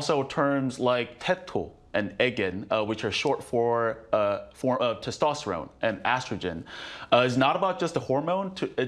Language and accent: English; South Korea; even myself growing up, we Koreans used to worry about using Konglish